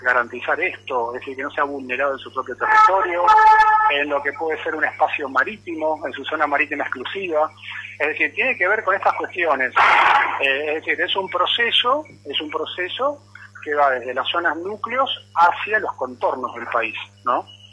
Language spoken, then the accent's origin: Spanish; Argentina